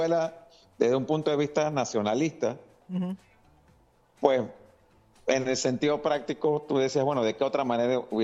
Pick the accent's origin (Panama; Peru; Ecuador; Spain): Panama; yo te puedo decir como panameño